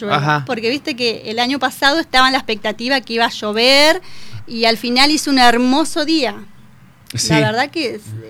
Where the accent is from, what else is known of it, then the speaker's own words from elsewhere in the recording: Misiones, Argentina; now in San Agustín, Argentina; Yo, por ejemplo, sí, que soy del barrio. Bueno, hace más de 20 años que vivo ahí en San Agustín. Yo soy de Misiones, pero ya soy de San Agustín.